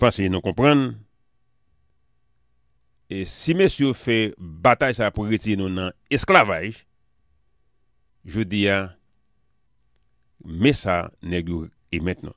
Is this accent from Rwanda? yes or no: no; Haiti; Parallèle à ça, je suis haïtien en général.